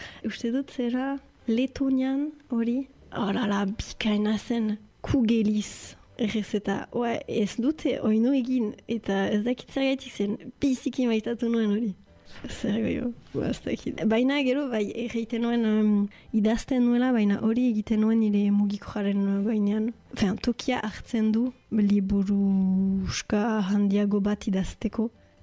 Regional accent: Bayonne, Nouvelle-Aquitaine, France; Baionakoa naiz

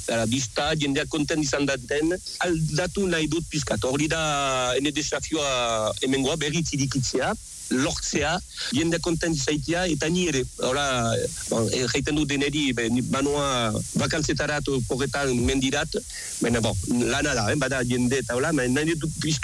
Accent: Hasparren, Nouvelle-Aquitaine, France; Azparnetik heldu naiz, nik maite dut mendia, kirola

